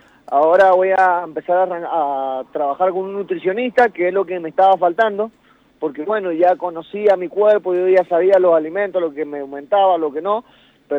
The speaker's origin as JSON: {"language": "Spanish", "town": "Medrano", "region": "Mendoza", "country": "Argentina", "said": "yo soy de Medrano"}